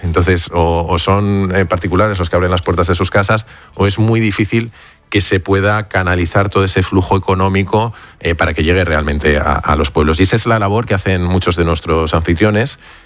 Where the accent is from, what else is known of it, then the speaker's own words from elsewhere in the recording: Castilla-La Mancha, Spain; Os he contado que el último lo viví en mi pueblo de la Serranía de Cuenca. Es la segunda comarca más despoblada de España, donde yo tengo el pueblo